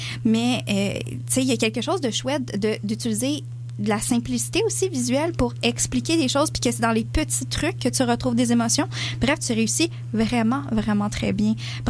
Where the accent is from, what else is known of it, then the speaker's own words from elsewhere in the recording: Quebec, Canada; c'est pas parce que, tu sais, je suis québécoise.